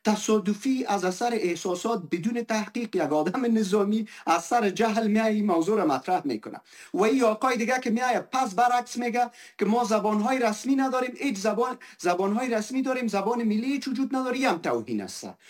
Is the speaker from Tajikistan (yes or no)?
no; Afghanistan; first language fa; زبان مادریم زبان فارسی است و زبان پدرم صحبت میکرد، از منطقی که پدرم بود زبان پشتو صحبت میکرد، مطلق در خانه پشتو میگفت.